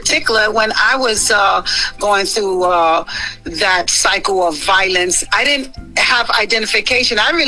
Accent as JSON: {"language": "English", "town": "New York City", "region": "New York", "country": "United States", "said": "I'm from Harlem."}